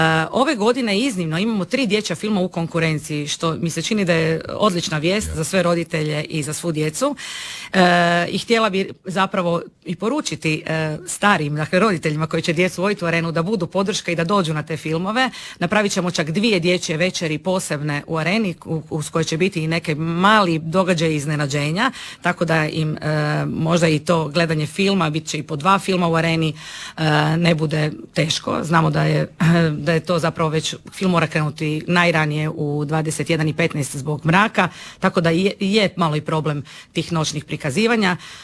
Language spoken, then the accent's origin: Croatian; Pula, Istria County, Croatia; Ja sam odrasla u Puli uz pulski vatromet